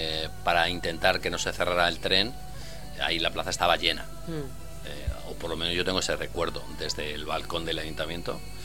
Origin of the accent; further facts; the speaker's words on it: Spain; Nos afecta porque hablamos de fronteras y de España y somos españoles